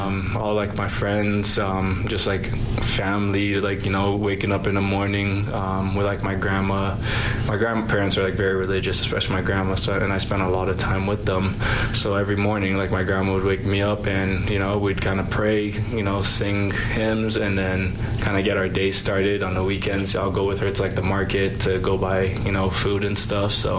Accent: Ghana; Yeah. We actually played everything but football. Like, we ran, we were in track, we played soccer.

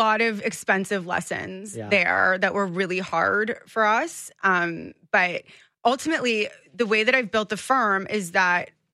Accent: Toronto, Ontario, Canada; now in Costa Rica; Growing up in Toronto, our weather is so extreme.

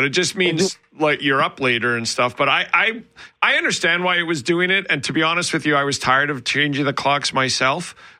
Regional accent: Alberta, Canada; So I grew up in Alberta, and then I used to cover the Western Hockey League in BC, and now I'm here.

